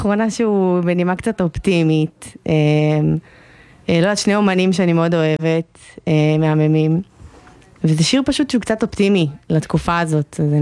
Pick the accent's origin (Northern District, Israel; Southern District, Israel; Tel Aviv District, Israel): Northern District, Israel; Kiryat Shmona; אני בת 23, מקריית שמונה, תושבת קריית שמונה, גדלתי וחונכתי בקריית שמונה, כרגע אני סטודנטית בתל חי, בקצרין, בקמפוס קצרין